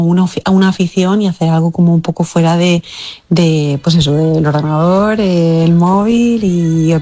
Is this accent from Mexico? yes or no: no; Valencia, Valencian Community, Spain; que llegamos a crear incluso en Valencia, que es de donde yo soy, un club de bordado